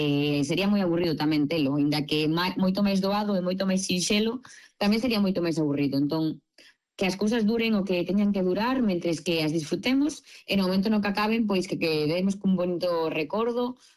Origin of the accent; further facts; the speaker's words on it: Vigo, Galicia, Spain; Pois, mira, aproveitando que son de Vigo, vou pedir